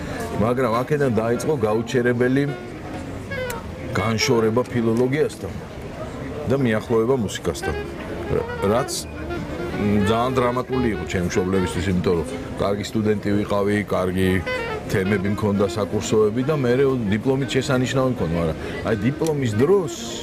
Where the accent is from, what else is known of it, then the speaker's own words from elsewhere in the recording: Tbilisi, Georgia; moved away as an adult; now in Berlin, Germany; მე თბილისში დავიბადე და გავიზარდე